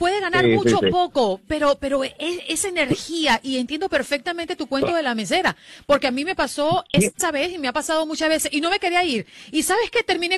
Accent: Venezuela; moved away; Las Navidades, los encuentros antes de caer en desgracia en mi país, éramos una familia muy numerosa.

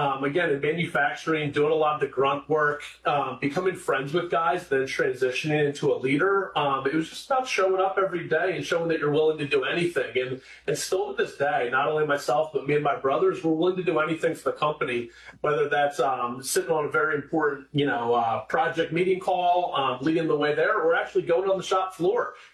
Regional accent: Chester County, United States; Yeah, I'm from here in Chester County. I'm the oldest of four.

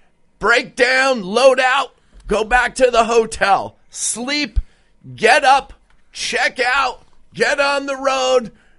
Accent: Traverse City, Michigan, United States; as soon as I mentioned I was from Traverse City, he goes, do you know Kenny Olsen?

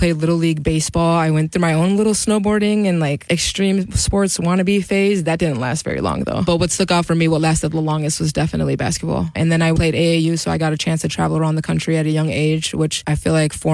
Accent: Milwaukee, Wisconsin, United States; Yes, born and raised on the south side of Milwaukee. My mom still owns the house that I grew up in, right down the street in the Walker's Point neighborhood, but right down the street where I went to school. Yeah, I'm a Milwaukee kid.

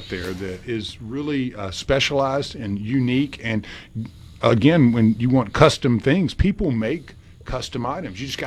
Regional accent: Jackson, United States; I have a friend that I grew up with here in the Jackson area

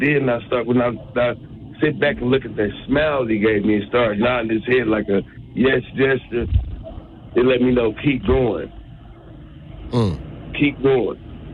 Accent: Milwaukee, Wisconsin, United States; also born or lived in Napa; We was born in Napa, raised in Milwaukee.

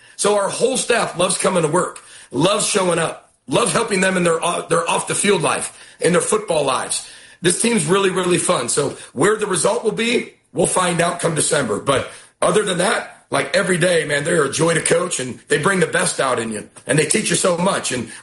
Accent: Midwest, United States; I grew up in the Midwest. I've been a Big Ten fan forever.

